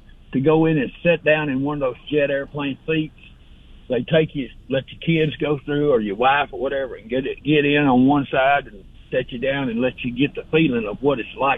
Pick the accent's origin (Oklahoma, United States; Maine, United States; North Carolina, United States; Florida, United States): Maine, United States; Bangor; born there; also born or lived in Columbus, Mississippi; I was born in Bangor, Maine. That's why they call me a maniac. But I come to Columbus, Mississippi, or Maxwell Air Force Base first, and then Columbus.